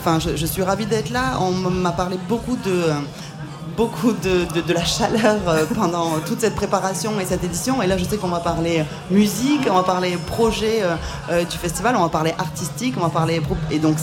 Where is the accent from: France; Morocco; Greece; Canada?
France; South-West France; accent: South-West; moved away as an adult; now in La Rochelle, France; Moi, je viens du Sud-Ouest, ça s'entend un petit peu à mon accent que j'ai pourtant gardé, alors que je vis là depuis quelques années maintenant.